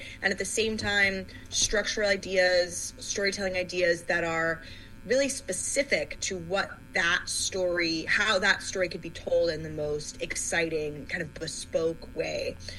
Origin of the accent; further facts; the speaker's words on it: Michigan, United States; I grew up in Michigan